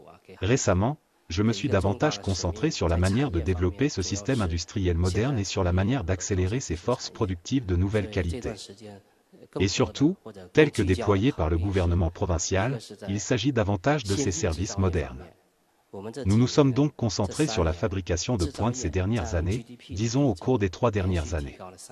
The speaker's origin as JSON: {"language": "French", "country": "Tanzania", "said": "Comme je viens de Tanzanie, la Tanzanie est un beau pays d'Afrique, le pays le plus touristique, le pays du parc national du Serengeti et du mont Kilimanjaro."}